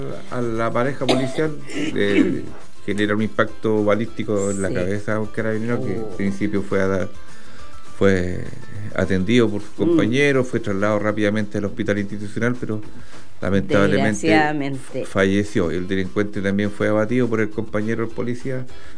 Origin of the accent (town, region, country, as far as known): Chile